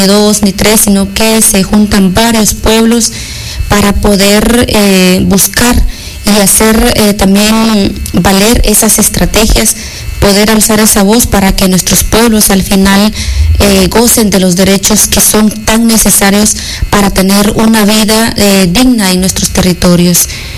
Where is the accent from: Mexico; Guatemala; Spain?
Guatemala; así también los derechos que nos corresponden como ciudadanos guatemaltecos